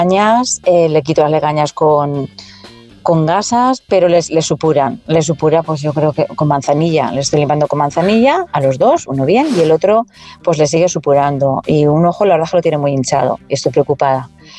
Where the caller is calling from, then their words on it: Valencia, Valencian Community, Spain; de Valencia.